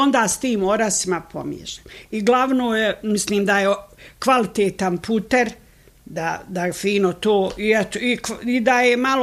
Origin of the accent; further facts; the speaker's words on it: Vogošća, Federation of Bosnia and Herzegovina, Bosnia & Herzegovina; Onda sam se, kad sam se udala, ja sam inače i rodom iz Vogošće, a u Vogošći ovdje sam se i udata.